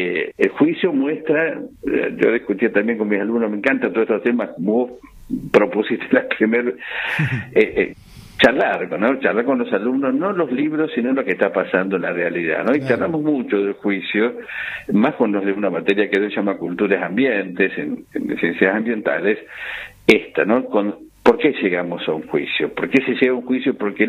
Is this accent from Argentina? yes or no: yes; Marcos Paz, Buenos Aires Province, Argentina; lo veo acá en mi pueblo Marcos Paz